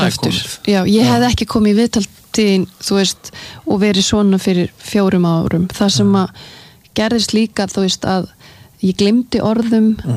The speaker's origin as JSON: {"language": "Icelandic", "country": "Sweden", "tie": "born or raised there"}